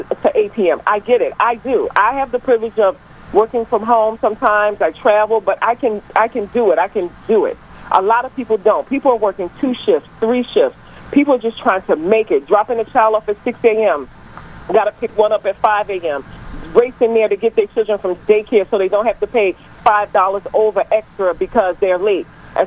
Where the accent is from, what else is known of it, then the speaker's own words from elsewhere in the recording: United States; I was born and raised in Chestnut Hill. My dad still lives there. Been living there for 50 years.